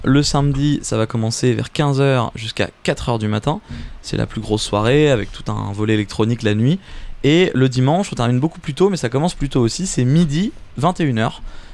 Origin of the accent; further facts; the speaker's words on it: La Rochelle, Nouvelle-Aquitaine, France; born there; nous, on est originaire de La Rochelle et aussi quelques-uns de l'île de Ré.